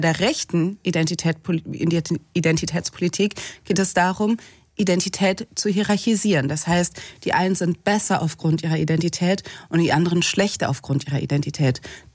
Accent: Cologne, North Rhine-Westphalia, Germany; ich bin Kölnerin

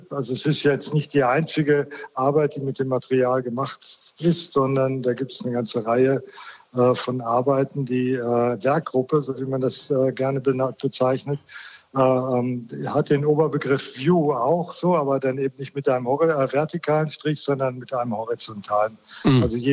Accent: North Rhine-Westphalia, Germany; Also wir kommen ja aus Westfalen und da war natürlich der Mauerbau immer auch ein Thema bei uns in der Familie.

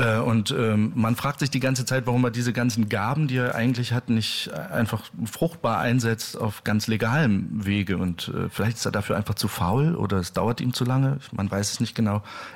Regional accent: Algermissen, Lower Saxony, Germany; also born or lived in Wilhelmshaven / Stove (Drage); ich bin geboren in Wilhelmshaven und habe mich sozusagen sukzessive runtergearbeitet nach Hildesheim.

